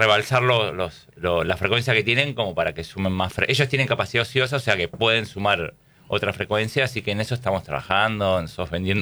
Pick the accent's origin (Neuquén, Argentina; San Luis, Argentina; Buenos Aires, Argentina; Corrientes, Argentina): Buenos Aires, Argentina